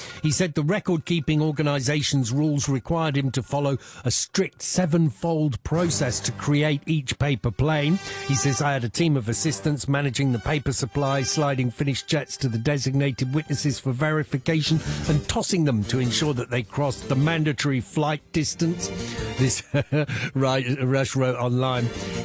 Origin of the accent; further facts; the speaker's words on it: South West England, United Kingdom; born there; I was born on Salisbury Hill. Well, the foothills anyway, yeah.